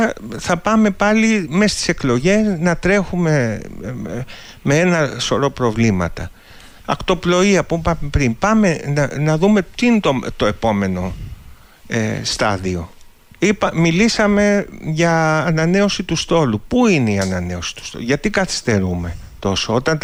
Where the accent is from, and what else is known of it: Oinousses, North Aegean, Greece; moved away; also born or lived in Athens